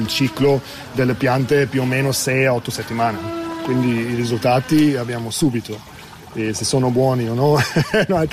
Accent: Baltic coast, Germany; Italian is a second language; moved away as an adult; now in Cape Verde; Sono dalla Germania, dal mare Baltico, sul Susso, sono nato nel 1988 e sono a Capo Verde dal 2019, fisso.

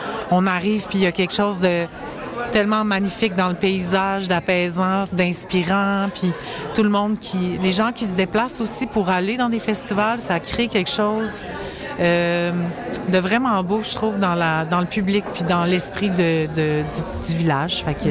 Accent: Quebec City, Quebec, Canada; je suis originaire de la ville de Québec.

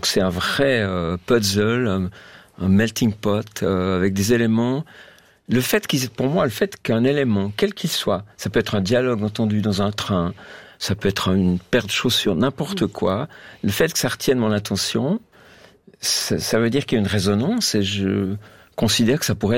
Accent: Switzerland; Mais je suis suisse

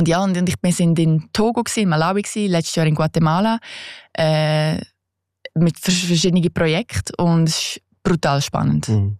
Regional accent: Switzerland; weil wenn du so als Schweizer in den Tee gehst und keine Ahnung hast, ja.

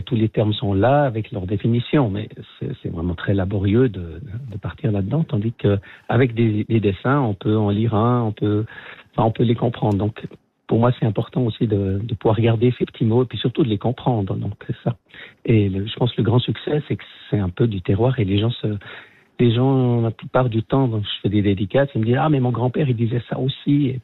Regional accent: Vaud, Switzerland; Les vaudoiseries, puisque je suis vaudois d'origine, donc, et que je l'ai fait aussi par rapport à... j'habite à la campagne

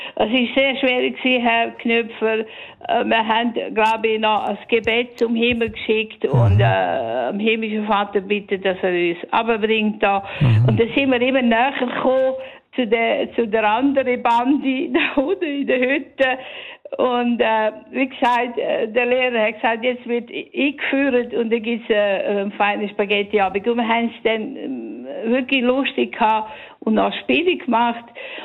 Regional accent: Graubünden, Switzerland; Ich bin im Engadin aufgewachsen, gross geworden

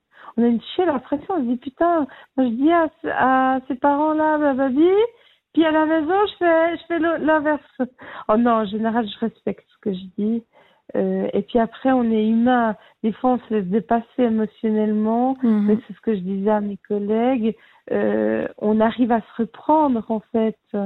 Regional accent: Normandy, France; je suis normande.

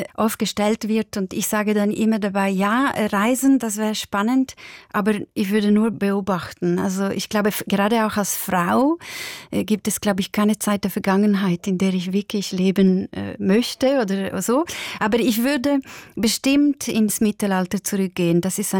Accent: Switzerland; Aber wenn ich reise innerhalb von Europa, fühle ich mich sehr Schweizerin.

